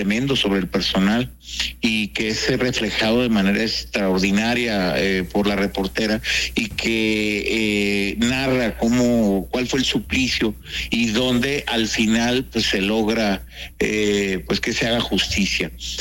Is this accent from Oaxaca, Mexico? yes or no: no; Torreón, Coahuila, Mexico; moved away as an adult; now in Baja California, Mexico; A mí a los 2 años me llevaron a Torreón, entonces hasta 23 años, y de ahí, bueno, viajando por la República, y ya tenemos 37 años allá en Baja California.